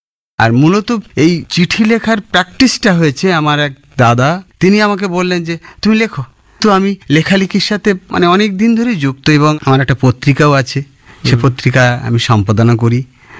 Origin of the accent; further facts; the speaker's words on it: Sundarbans, West Bengal, India; moved away as an adult; now in Kolkata, India; ছোটবেলাটা আমার সুন্দরবনে কেটেছে।